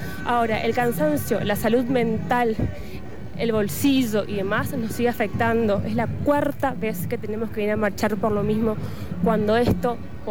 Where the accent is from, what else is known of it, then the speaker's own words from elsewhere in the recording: Corrientes, Argentina; vengo de Corrientes, estoy marchando acá en Misiones, en Posadas Misiones precisamente.